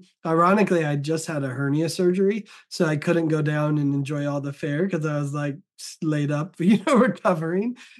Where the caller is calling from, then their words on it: Salt Lake City, Utah, United States; I'm recording from Salt Lake, so this seems like an appropriate question for today.